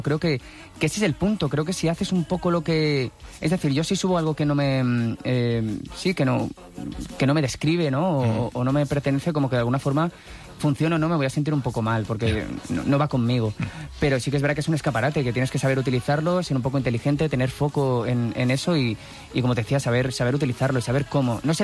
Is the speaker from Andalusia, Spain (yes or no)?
no; Valencian Community, Spain; estoy intentando aprender a hacer paella ya, como buen valenciano